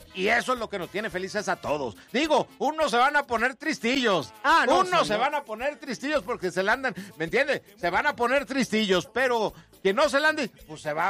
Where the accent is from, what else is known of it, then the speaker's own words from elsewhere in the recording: Saltillo, Coahuila, Mexico; Por supuesto que … porque Saltillo, Coahuila es mi tierra. ¡Saltillo, Saltillo! ¡Ay, qué lindo es Saltillo! Yo soy Saltillo, Coahuila, estamos cerquita ahí del Monterrey, mijo, ahí del Cerro de la Silla.